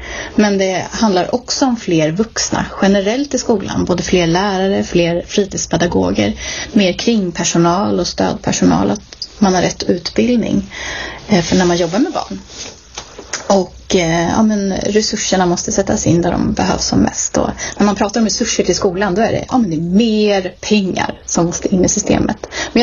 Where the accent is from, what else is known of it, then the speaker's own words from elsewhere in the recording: Älta, Stockholm County, Sweden; Sen 17 år har jag bott på Finnberget, men jag är uppvuxen i Älta också, så att jag har bott i lite olika delar av Nacka.